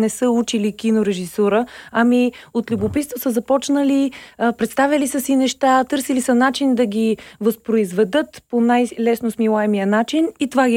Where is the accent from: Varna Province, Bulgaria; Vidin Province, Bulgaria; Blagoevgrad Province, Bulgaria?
Blagoevgrad Province, Bulgaria; Blagoevgrad; now in Sofia, Bulgaria; идвайки тук да се боря сама, нали, в големия град, понеже аз съм от Благоевград